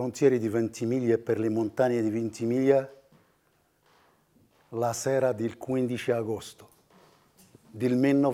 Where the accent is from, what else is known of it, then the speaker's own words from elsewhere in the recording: Morocco; Italian is a second language; now in Italy; No, sono marocchino.